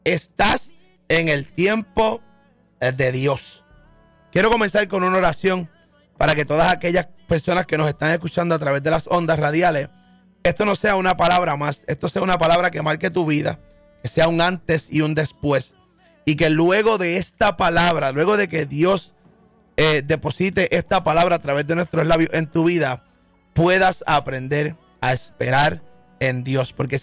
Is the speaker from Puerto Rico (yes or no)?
yes; Puerto Rico; como puertorriqueños, como boricua que somos